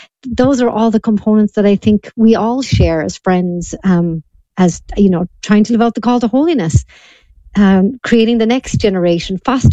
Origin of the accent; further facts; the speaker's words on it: Ireland; as an Irish woman